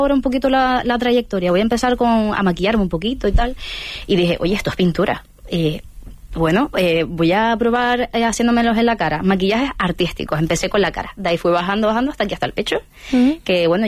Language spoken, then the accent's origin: Spanish; Canary Islands, Spain; Soy de Fuerteventura y tengo 21 años